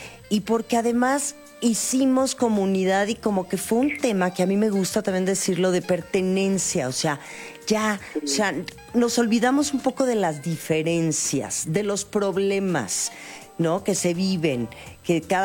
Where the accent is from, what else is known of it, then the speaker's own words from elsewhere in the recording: Mexico; Claro, somos un gran país y me encanta que entre tú y yo nos reafirmemos como mexicanos.